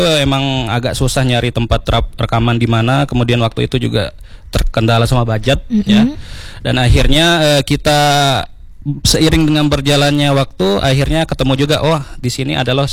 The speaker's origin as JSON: {"language": "Indonesian", "area": "Lombok", "region": "West Nusa Tenggara", "country": "Indonesia", "tie": "born or raised there", "said": "Saya lahir di sana, saya besar di sana."}